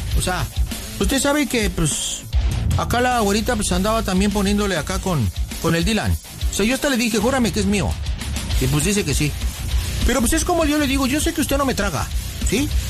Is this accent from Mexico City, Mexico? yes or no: yes; Xochimilco, Mexico City, Mexico; porque así nací yo, pues yo soy del barrio acá del Xochimilco.